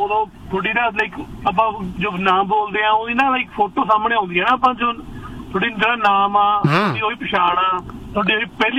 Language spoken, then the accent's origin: Punjabi; Golewala, Punjab, India; ਦੇ ਵਿੱਚ ਵਸਦੇ ਹਾਂ ਜੀ, ਗੋਲੇ ਵਾਲਾ ਬਹੁਤ ਸੋਹਣਾ ਪਿੰਡ ਆ